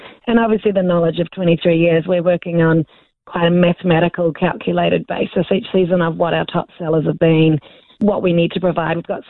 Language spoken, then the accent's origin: English; New Zealand; love of being a New Zealander